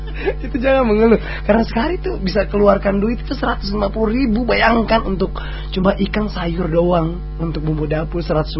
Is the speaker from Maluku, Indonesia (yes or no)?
yes; Ambon, Maluku, Indonesia; Di sini juga kita Ambon